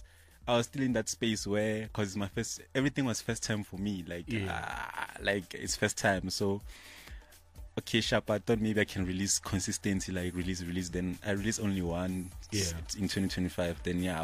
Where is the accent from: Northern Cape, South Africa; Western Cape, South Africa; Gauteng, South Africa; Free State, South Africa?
Gauteng, South Africa; Tembisa; I was born and raised in Tembisa. Yeah, I'm from Tembisa, basically.